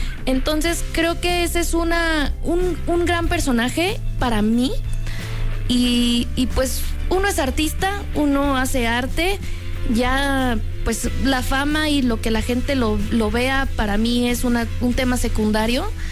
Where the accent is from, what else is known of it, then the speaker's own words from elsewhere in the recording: Mexico; also born or lived in United States; now in Brazil; en español, pues porque soy mexicana, amo mi país y es un bolero que hice con todo el amor y todo el cariño mientras estudiaba en Estados Unidos, de hecho.